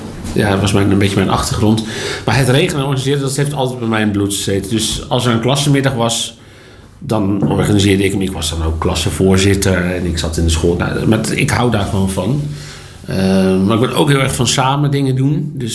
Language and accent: Dutch; Gouda, South Holland, Netherlands; Ik ben er geboren en getogen.